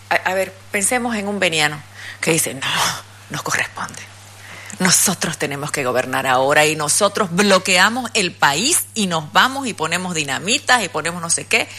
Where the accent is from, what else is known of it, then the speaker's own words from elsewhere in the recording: Bolivia; yo soy tan boliviana como él